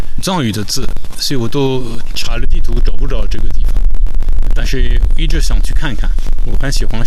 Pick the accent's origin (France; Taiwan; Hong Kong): France; Chinese is a second language; moved away as an adult; now in China; 第一次是1980年到中国来，那时候是实习，就来了，先来了2个月，后来从1982年基本上就是长期在中国。